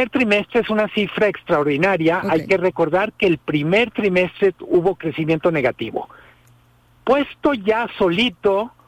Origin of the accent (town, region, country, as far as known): Mexico